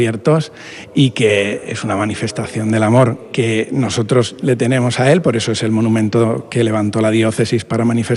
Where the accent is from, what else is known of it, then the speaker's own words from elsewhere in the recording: Yecla, Region of Murcia, Spain; Soy de Yecla.